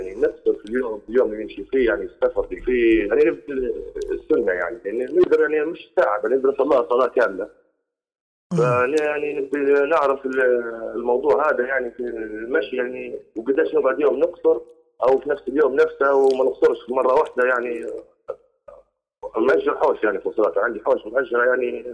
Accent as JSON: {"language": "Arabic", "town": "Tripoli", "region": "Tripoli District", "country": "Libya", "said": "أنا طبعا من طرابلس، كنت في طرابلس لكن نمشي يعني مصراتة مرة بعد شهر مرة شهرين"}